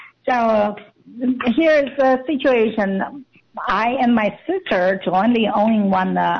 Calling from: Capitola, California, United States; from Capitola. How are you?

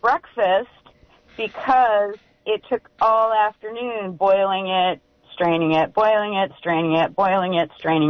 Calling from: Fountain, United States; in Fountain

